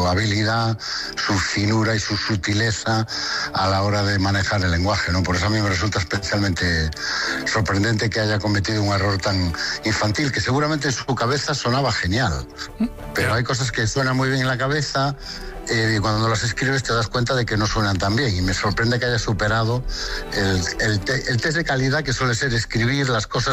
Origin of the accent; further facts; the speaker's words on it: Galicia, Spain; Sí, yo soy de la Mañía de Lugo, que es lo más gallego que se puede ser.